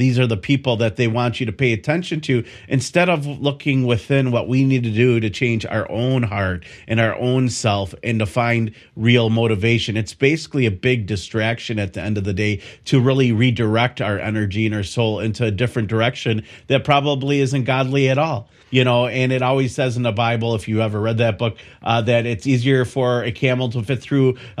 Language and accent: English; Milwaukee, Wisconsin, United States; me and you have almost the same accent, because I'm from Milwaukee, Wisconsin there.